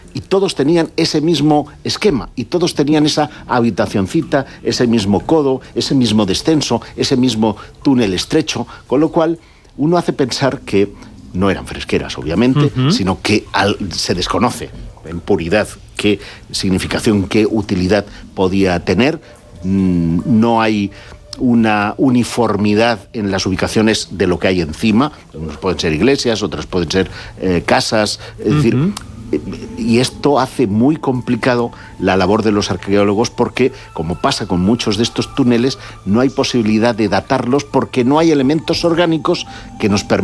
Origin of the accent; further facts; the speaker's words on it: Terrassa, Catalonia, Spain; En mi ciudad de origen, en Tarrasa, está uno de los conjuntos monumentales románicos más importantes de todo el país.